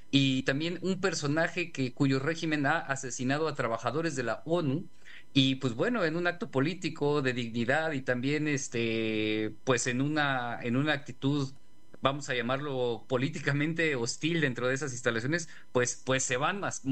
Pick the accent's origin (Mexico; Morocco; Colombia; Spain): Mexico